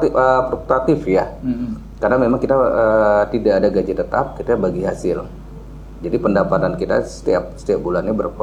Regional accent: Java, Indonesia; Saya kalau ditanya ya asli saya suku Jawa.

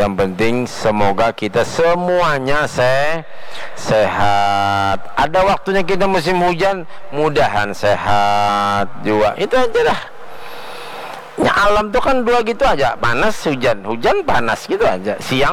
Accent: South Kalimantan, Indonesia; Ini apa aja kami Banjar tuh tanah bangkang-bangkang, Pak.

